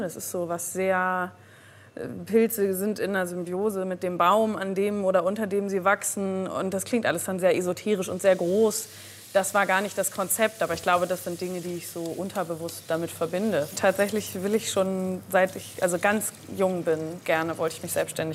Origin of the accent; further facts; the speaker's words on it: Bremen, Germany; Ich bin 31 Jahre alt, gebürtige Bremerin. Ich bin in Findorf groß geworden und wohne mittlerweile sehr lange in der Neustadt.